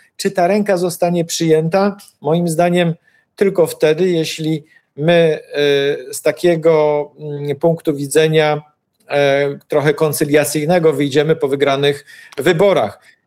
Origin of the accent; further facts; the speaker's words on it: Poznań, Greater Poland Voivodeship, Poland; Jestem poznaniakiem, wielkopolaninem.